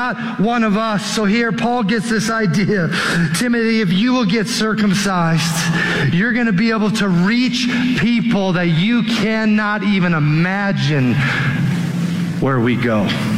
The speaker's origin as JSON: {"language": "English", "town": "Aurora", "region": "Colorado", "country": "United States", "tie": "born or raised there", "said": "I grew up in Aurora. I'm a native to Colorado."}